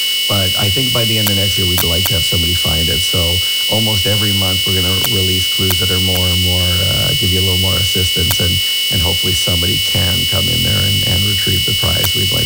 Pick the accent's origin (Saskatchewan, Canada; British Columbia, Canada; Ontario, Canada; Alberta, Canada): Ontario, Canada; Thunder Bay; I grew up in Thunder Bay my whole life